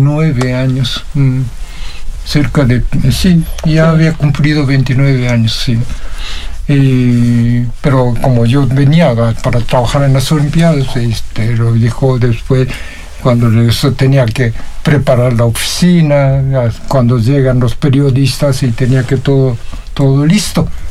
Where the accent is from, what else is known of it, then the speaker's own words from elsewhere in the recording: Nagasaki, Japan; moved away as an adult; now in Mexico; soy de Nagasaki.